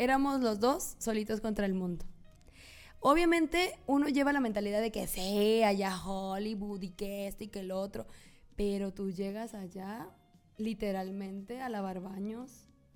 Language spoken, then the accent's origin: Spanish; La Piedad, Michoacán, Mexico; moved away as an adult; also born or lived in Chicago, United States; now in California, United States; nací en Chicago, Illinois. Me crié en La Piedad, Michoacán desde los 5 años hasta hace 8 años que me fui a California